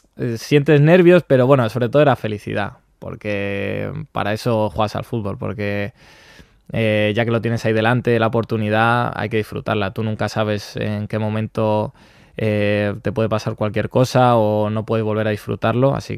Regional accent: Madrid, Community of Madrid, Spain; now in Alicante, Spain; yo soy de Madrid centro, pero el Leganés también me pillaba cerca de casa, uh-huh. Porque soy del centro, pero un poco hacia el sur.

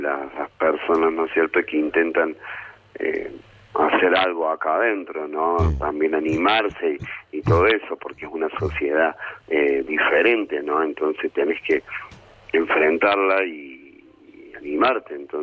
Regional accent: Pilar, Córdoba, Argentina; yo soy oriundo de Pilar, Córdoba.

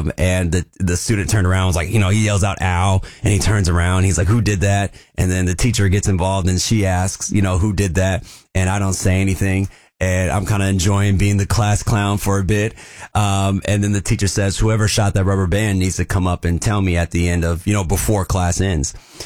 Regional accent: Vancouver, Washington, United States; So I grew up in Vancouver, Washington.

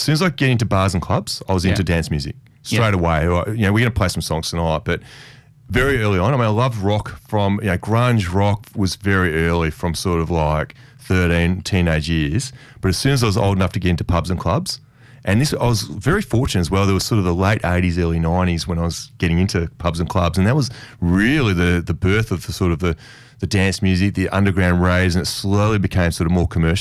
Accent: Perth, Western Australia, Australia; moved away as an adult; also born or lived in United Kingdom; now in Sydney, Australia; I grew up in Perth. So it had about one nightclub.

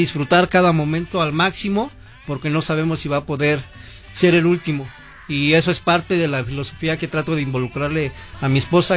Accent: Naucalpan, State of Mexico, Mexico; venimos del área de Naucalpan, por Los Arcos, un área muy sonidera, muy tropical en esos gustos musicales.

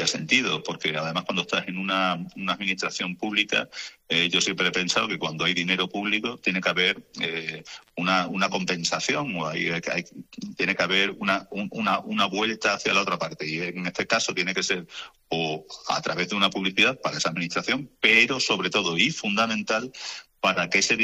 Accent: Cáceres, Extremadura, Spain; pues la verdad es que es una recompensa especial, porque yo soy un cacereño.

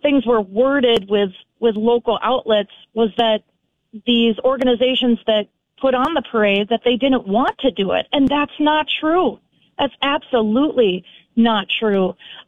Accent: Alexandria, United States; I am. I consider that my hometown. My parents are still there, and we frequent there quite a bit.

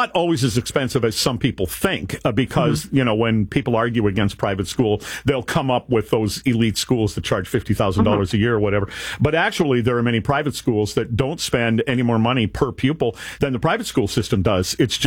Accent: Canada; Well, maybe, but I'm a Canadian.

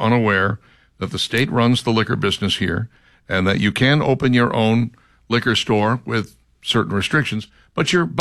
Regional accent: Minnesota, United States; I always thought it was interesting when I grew up in Minnesota that liquor stores were closed on Election Day.

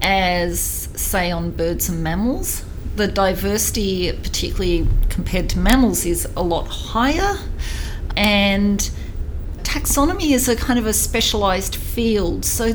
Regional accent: Tasmania, Australia; I think growing up in Tasmania, I think Rodney Croom down in Tasmania, he's an inspiration down there.

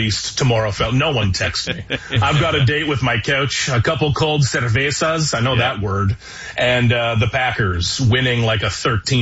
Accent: Atlantic Canada, Canada; moved away; I grew up on the East Coast

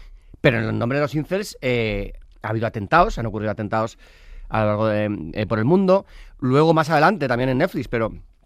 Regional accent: Basque Country, Spain; rodamos de noche casi todo, y yo soy muy friolero, soy vasco, sí, todo el mundo todo el rodaje, ¡ay, qué frío! Pero si eres vasco, si eres del norte, que soy tan vasco como friolero

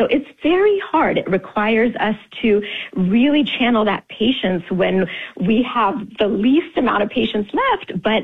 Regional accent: Tennessee, United States; born or raised there

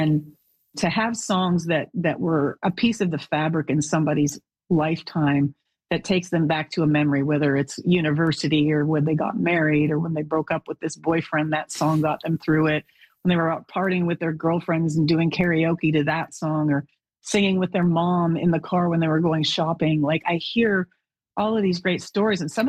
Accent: Canada; now in Nashville, United States; Being Canadian, it is a huge part of my identity, always has been. I know when I came to Nashville and started making records, I had been living here for 8 years

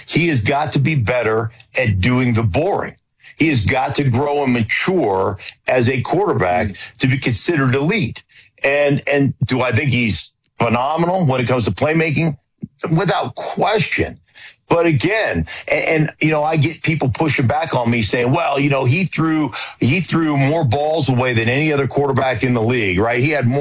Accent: Anchorage, Alaska, United States; Since I was a little kid growing up in Anchorage, Alaska.

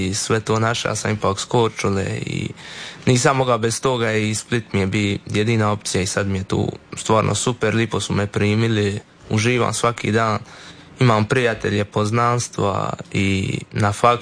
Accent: Croatia; moved away as an adult; Da, svakako mi se plan vratiti na otok nakon studija i veslačke karijere.

